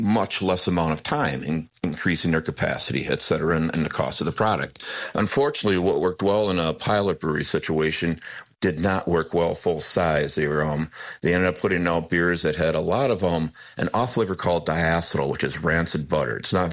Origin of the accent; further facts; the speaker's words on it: Wisconsin, United States; I'm from Wisconsin, and I used to drink the dregs of the bottles that were in the empty case.